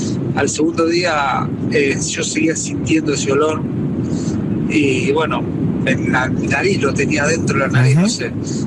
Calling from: Funes, Santa Fe, Argentina; Mira, estoy volviendo de Ezeiza, dejé a mi familia y volviendo para Funes, Santa Fe.

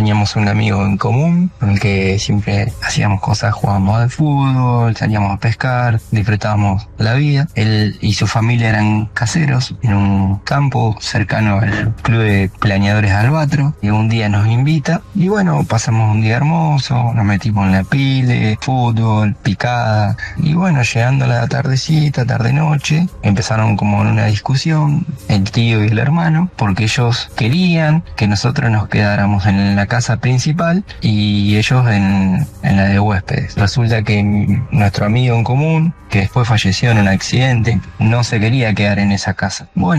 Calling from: San Andrés de Giles, Buenos Aires Province, Argentina; tengo 32 años, soy de San Andrés de Giles.

